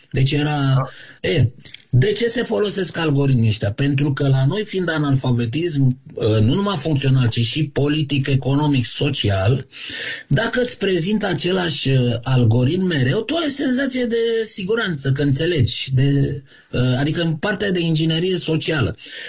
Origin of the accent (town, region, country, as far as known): Romania